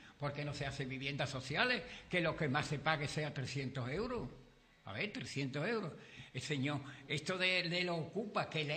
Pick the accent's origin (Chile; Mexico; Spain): Spain; Andalusia; yo me siento muy andaluz, muy, muy, y muy orgulloso de ser andaluz.